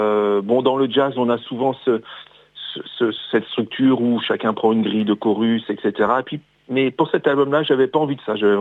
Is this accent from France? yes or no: yes; Grand Est, France; Ah oui, moi j'habite tout près de Metz, j'ai toujours vécu dans la région. Mmh. Voilà, je suis un vrai Lorrain naissance.